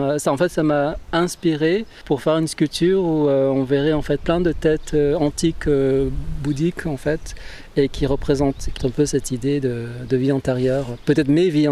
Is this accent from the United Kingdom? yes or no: no; Vietnam; now in France; j'ai été adopté. Je suis vietnamien, mais je suis aussi français par adoption.